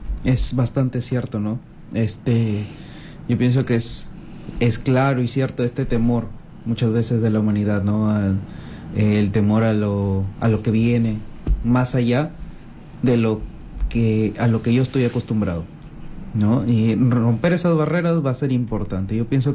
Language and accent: Spanish; Peru; crezcamos todos nosotros en cercanía como hermanos y como peruanos